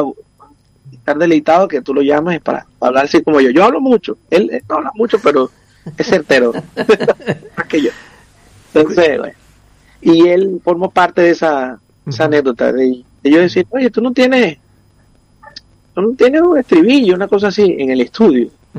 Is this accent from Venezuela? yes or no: yes; Maturín, Monagas, Venezuela; born there; en Maturín, que mi tierra.